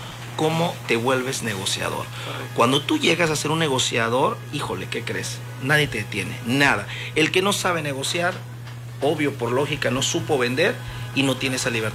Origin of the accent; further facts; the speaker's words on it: Veracruz, Mexico; pero más que nada siendo veracruzano, siendo jarocho, ¿verdad? De hueso colorado.